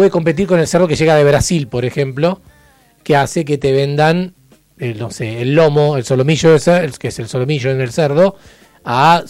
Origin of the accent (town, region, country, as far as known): Argentina